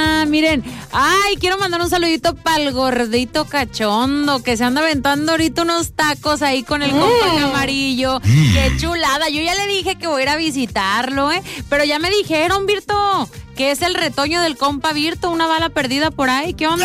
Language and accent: Spanish; Jalisco, Mexico; Yo también soy de Jalisco.